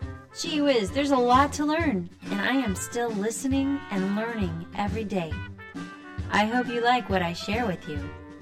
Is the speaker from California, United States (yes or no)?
no; Louisiana, United States; I've been gathering songs from across my home state of Louisiana and from places around the Mississippi Delta.